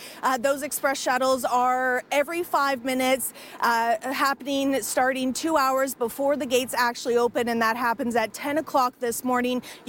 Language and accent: English; Scotland, United Kingdom; I am Scottish. … probably gave it away. So I probably will not be cheering for the England team, but I did grow up in a soccer family